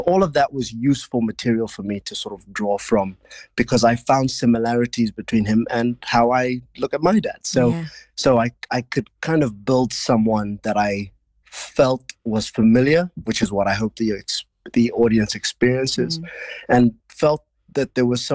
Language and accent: English; South Africa; I'm from South Africa